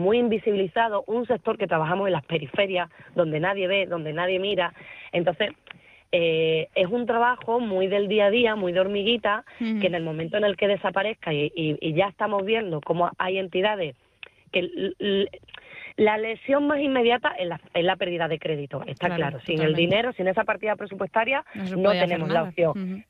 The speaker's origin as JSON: {"language": "Spanish", "region": "Extremadura", "country": "Spain", "said": "Yo soy extremeña, trabajo en Extremadura"}